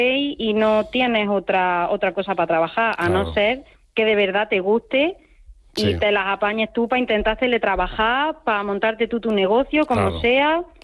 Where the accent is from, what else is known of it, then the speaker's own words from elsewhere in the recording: Villacarrillo, Andalusia, Spain; Pero sí es verdad que, por ejemplo, cuando voy de visita a mi pueblo, en Villacarrillo, allí en Jaén